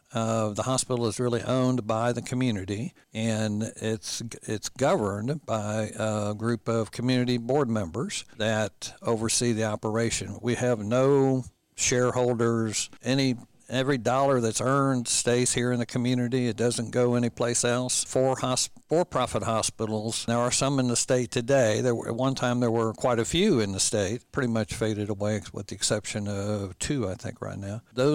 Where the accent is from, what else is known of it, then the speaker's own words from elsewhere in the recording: St. Louis, Missouri, United States; moved away; also born or lived in Middletown, Ohio / Houston / Baton Rouge / Memphis; grew up in St. Louis, Missouri, and although I was born in Middletown, Ohio, not too far from Dayton, but my dad had to move to St. Louis for a job and ended up growing up there